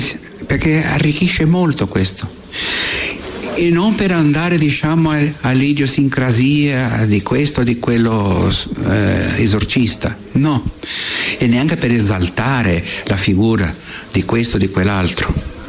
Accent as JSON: {"language": "Italian", "country": "Brazil", "said": "Io vengo dal Brasile"}